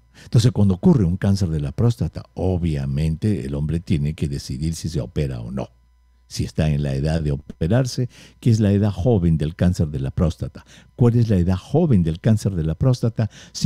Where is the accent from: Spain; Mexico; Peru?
Peru; Somos peruanos.